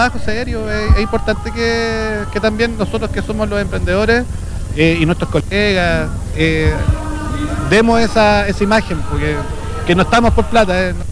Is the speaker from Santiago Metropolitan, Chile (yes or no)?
no; Guanaqueros, Coquimbo, Chile; Nosotros somos de Guanaquero